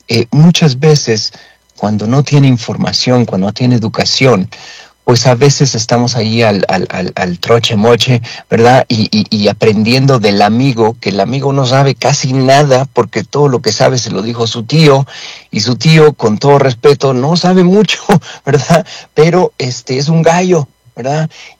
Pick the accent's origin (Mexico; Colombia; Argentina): Mexico; born there; todos los que yo escuché en México